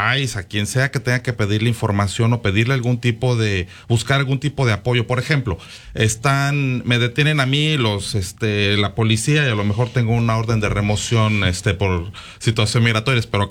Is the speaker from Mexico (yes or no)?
yes; Mexico; now in United States; porque yo soy mexicano